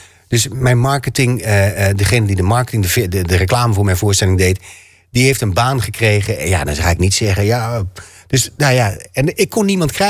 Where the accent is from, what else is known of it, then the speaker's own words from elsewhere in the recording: Groningen, Netherlands; accent: Gronings; dat is gewoon mijn taal waar ik vandaan kom. Als ik met mijn ouders praat, dan praat ik zo